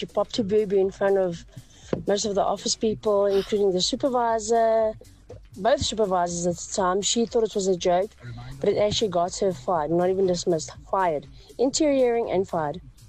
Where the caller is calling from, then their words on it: Brakpan, Gauteng, South Africa; from Brakpan.